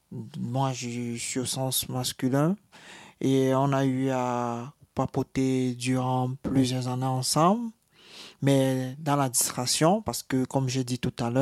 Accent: Cameroon

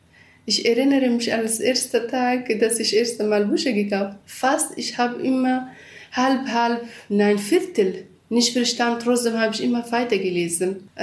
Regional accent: Iraq; German is a second language; moved away as an adult; now in Germany; sagt, ich bin Kurden, dann das nennt man, dass ich Araber bin oder so. Wegen des, man muss immer sagen, ich komme aus dem Nordirak.

